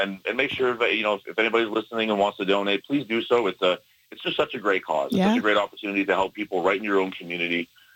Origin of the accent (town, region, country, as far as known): Canada